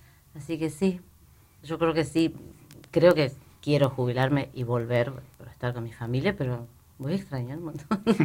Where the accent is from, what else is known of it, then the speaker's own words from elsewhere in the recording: Tucumán, Argentina; now in Santa Cruz, Argentina; yo soy de Tucumán, hace mucho que vivo acá. Por supuesto que extraño mi pago porque está mi familia.